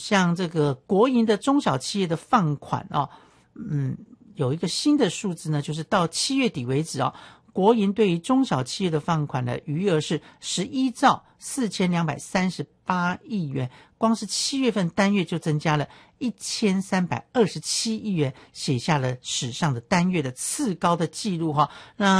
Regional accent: Taiwan

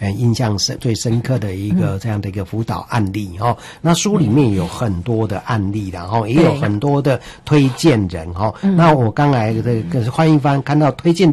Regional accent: Changhua County, Taiwan; 这个是我彰化是我的老家啦

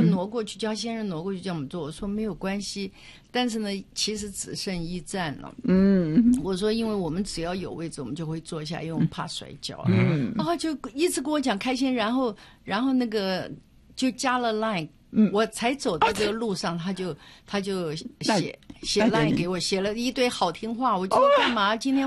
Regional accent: Keelung, Taiwan; 我从基隆来的

